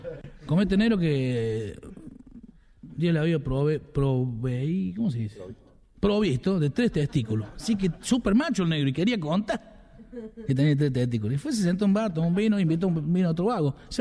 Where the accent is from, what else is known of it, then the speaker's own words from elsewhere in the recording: San Francisco, Córdoba, Argentina; yo soy de San Francisco, ¿no? No California, acá. Para Santa Fe.